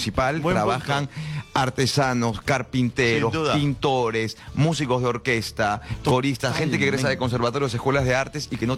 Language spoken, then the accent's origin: Spanish; Peru; así como los peruanos somos como sociedad clasistas, también lo somos para la cultura.